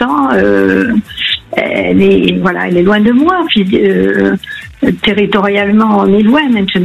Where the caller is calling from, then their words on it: Aix-en-Provence, Provence-Alpes-Côte d'Azur, France; Je vous appelle d'Aix-en-Provence.